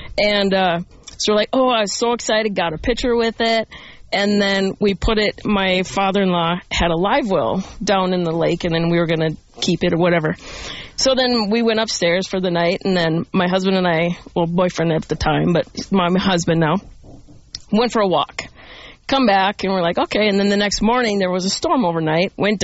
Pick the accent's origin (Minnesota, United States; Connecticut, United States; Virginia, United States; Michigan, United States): Minnesota, United States; Brooklyn Park; also born or lived in Spokane, Washington; now in St. Michael, United States; Yeah, I was born in Spokane, then our family moved to Brooklyn Park, Minnesota.